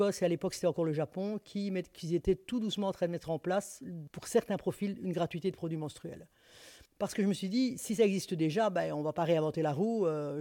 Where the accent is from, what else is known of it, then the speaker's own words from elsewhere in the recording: Brussels, Belgium; j'ai vraiment cherché ce qui se faisait chez nous, donc à Bruxelles, chez nous en Belgique